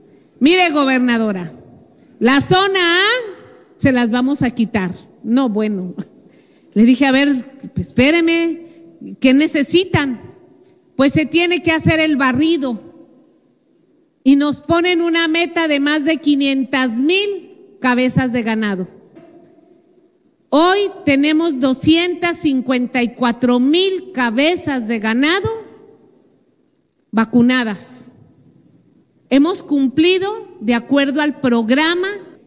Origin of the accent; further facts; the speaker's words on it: Veracruz, Mexico; eso es lo que somos los veracruzanos, que somos gente de trabajo.